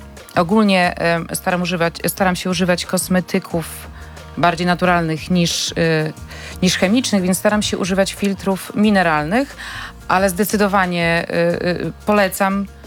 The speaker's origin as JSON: {"language": "Polish", "town": "Augustów", "region": "Podlaskie Voivodeship", "country": "Poland", "said": "jestem z Augustowa."}